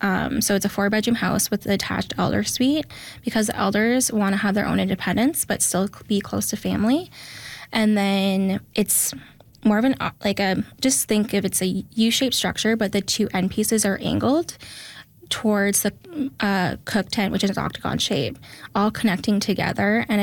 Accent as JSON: {"language": "English", "town": "Wawa", "region": "Ontario", "country": "Canada", "tie": "born or raised there", "said": "I'm the first Moose Cree architect. And then, so I come from Mishkegwok territory. And like you said, I grew up in Wawa."}